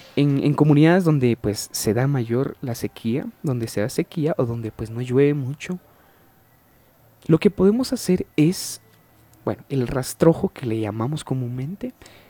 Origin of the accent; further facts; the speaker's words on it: San Miguel Ixtahuacán, San Marcos, Guatemala; tanto como guatemaltecos, como de San Miguel Ixtahuacán, representa nuestra cultura.